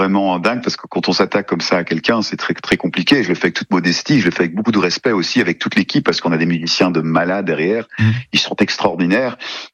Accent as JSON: {"language": "French", "country": "Belgium", "lives_now": "France", "said": "Donc oui, je suis un bon belge, mais je vis dans votre région aussi"}